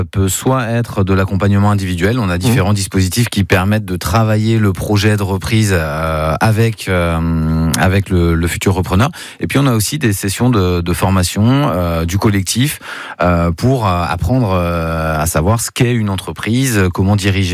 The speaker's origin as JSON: {"language": "French", "area": "Mayenne", "region": "Pays de la Loire", "country": "France", "said": "chez nous en Mayenne"}